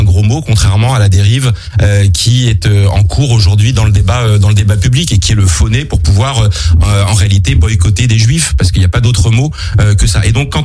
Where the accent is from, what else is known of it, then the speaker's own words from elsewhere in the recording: Massy, Île-de-France, France; Moi, je suis un gamin de banlieue, j'ai grandi à Massy, dans l'Essonne, je suis un produit de la méritocratie républicaine.